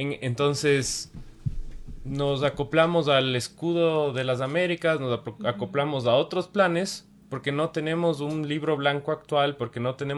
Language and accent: Spanish; Ecuador